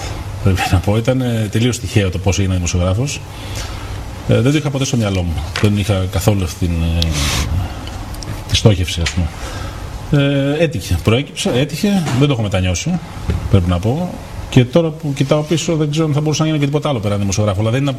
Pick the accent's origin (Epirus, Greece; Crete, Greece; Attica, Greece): Attica, Greece; Athens; born there; also born or lived in Connecticut, United States; Γεννήθηκα εγώ. Μετά από δύο χρόνια αποφάσισε ο πατέρας μου να γυρίσει στην Ελλάδα